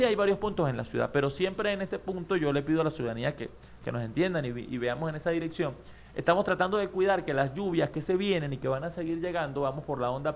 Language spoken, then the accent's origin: Spanish; Santa Ana, Mérida, Venezuela; yo me crié en Santa Ana y eso es una vida de luchas, ¿no?